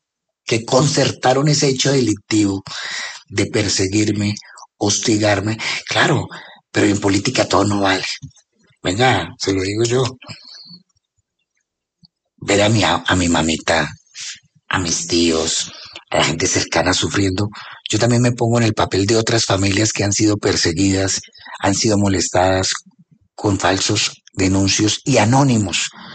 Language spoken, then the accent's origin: Spanish; Colombia; Yo también me pregunto eso como colombiano.